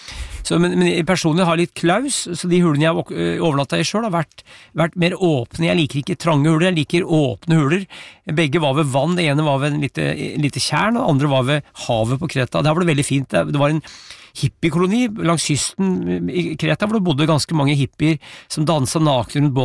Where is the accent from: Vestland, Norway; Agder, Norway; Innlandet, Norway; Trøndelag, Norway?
Innlandet, Norway; Brumunddal; da jeg vokste opp i Brummendalen